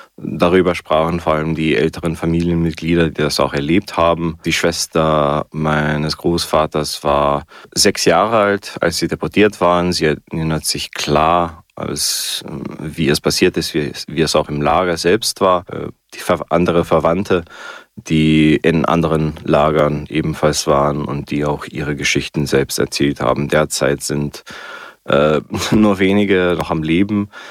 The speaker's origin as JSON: {"language": "German", "country": "Slovenia", "moved": "yes", "lives_now": "Klagenfurt, Austria", "said": "Ich bin aus Slowenien. Meine Familie ist direkt an der Grenze zu Kroatien"}